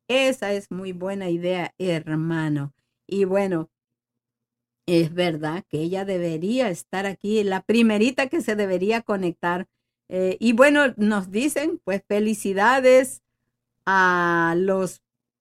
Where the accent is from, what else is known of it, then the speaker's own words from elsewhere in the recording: Mexico; ay, no he conocido una gente tan agradecida como los mexicanos. ¿Qué manera de agradecer los mexicanos? Porque la verdad que sí, somos muy agradecidos